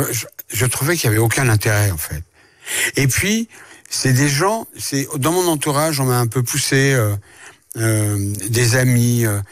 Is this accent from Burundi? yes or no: no; France; born there; ma mère, on lui a pris un billet de bateau et elle a traversé l'Atlantique et je suis né en France avec elle.